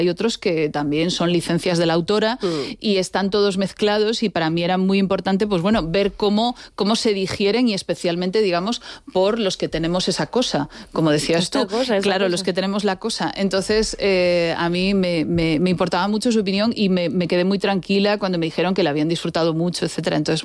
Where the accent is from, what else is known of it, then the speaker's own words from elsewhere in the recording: A Coruña, Galicia, Spain; Soy gallega, digámoslo. Gallega de A Coruña.